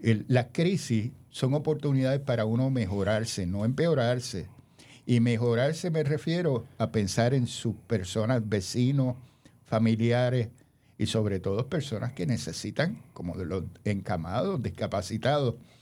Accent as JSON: {"language": "Spanish", "country": "Puerto Rico", "said": "nosotros como puertorriqueños, y mi familia es mayagüezana, yo soy de aquí de pura cepa para los disparateros que dicen que yo no soy puertorriqueño."}